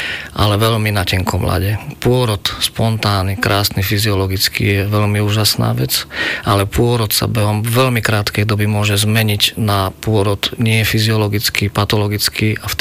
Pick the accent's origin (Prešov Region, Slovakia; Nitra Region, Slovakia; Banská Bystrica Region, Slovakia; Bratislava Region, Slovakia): Nitra Region, Slovakia; Levice; Ja v podstate som študoval medicínu z Levíc